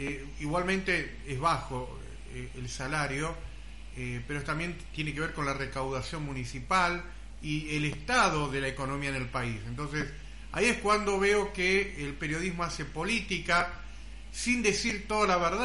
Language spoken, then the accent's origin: Spanish; northern Argentina, Argentina; tomar nuestras propias decisiones como norte argentino.